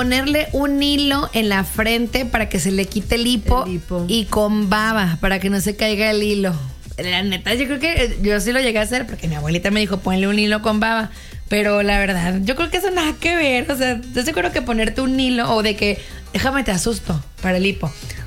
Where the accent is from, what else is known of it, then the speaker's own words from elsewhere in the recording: Mexico; Fallé como mexicana, me enchilo y no como picante.